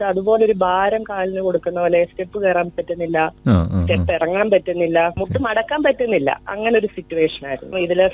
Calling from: Pala, Kerala, India; ഞാൻ പാലായിൽ നിന്നാണ് വിളിക്കുന്നത്.

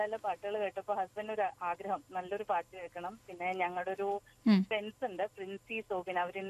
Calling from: Kochi, Kerala, India; Kochi Palluruthy.

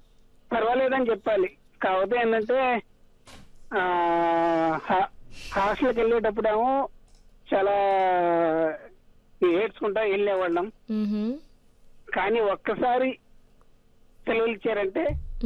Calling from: Guntur, Andhra Pradesh, India; నేను గుంటూరు నుంచి … మాట్లాడుతున్నానండి.

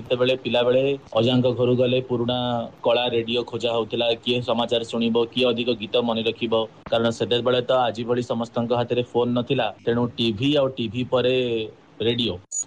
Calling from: Puri, Odisha, India; ଶ୍ରୀକ୍ଷେତ୍ର ପୁରୀରୁ କହୁଛି।

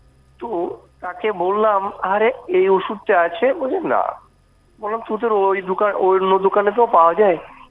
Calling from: West Bengal, India; West Bengal Birbhum থেকে

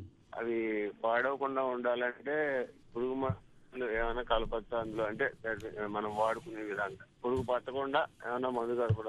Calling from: Hyderabad, Telangana, India; నేను హైదరాబాద్ నుంచి ఫోన్ చేశాను.

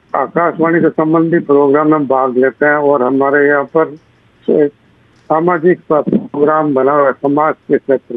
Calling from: Jodhpur, Rajasthan, India; sector 5 Shri नगरी जोधपुर राजस्थान से बोल रहे हैं

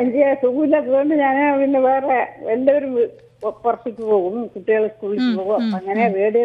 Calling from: Puthanur, Kerala, India; പാലക്കാട് പുത്തനൂരാണ് സ്ഥലം.

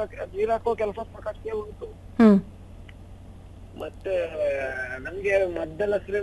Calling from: Aleti, Karnataka, India; ನಾನು ಸುಳ್ಯ ತಾಲೂಕು ಆಲೇಟಿ ಗ್ರಾಮದಿಂದ

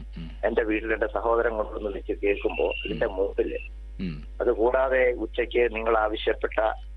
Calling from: Karunagappally, Kerala, India; Karunagappally.

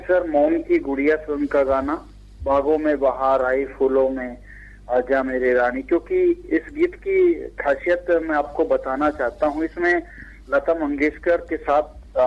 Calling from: Rajgarh district, Madhya Pradesh, India; ग्राम कटारिया खेड़ी जिला राजगढ़ से … सर। ये जावरा के पास हमारा गांव है।

